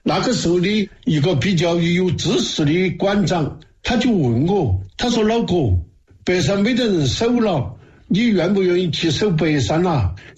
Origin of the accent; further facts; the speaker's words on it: Sichuan, China; 你们叫热闹，我们四川人叫闹热。